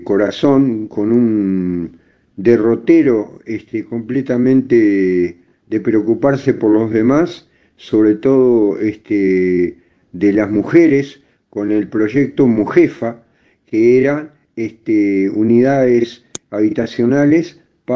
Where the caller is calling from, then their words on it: Montevideo, Uruguay; Nuevamente desde Montevideo, Uruguay